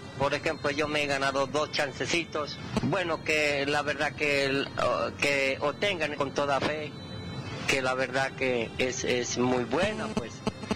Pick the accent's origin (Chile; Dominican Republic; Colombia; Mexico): Colombia; Samaniego, Nariño; yo soy de Nariño, Samaniego.